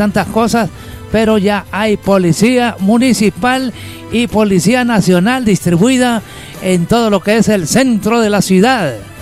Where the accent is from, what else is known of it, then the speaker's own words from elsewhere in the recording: Honduras; ya el taxi colectivo vale 25 lempiras aquí en la capital. Ya son 50 varas, como decimos los hondureños